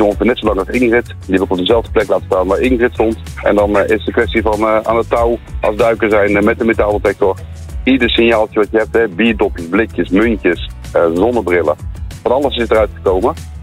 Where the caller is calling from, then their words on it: Netherlands; Wij als Nederlanders zijn daar wat nuchterder.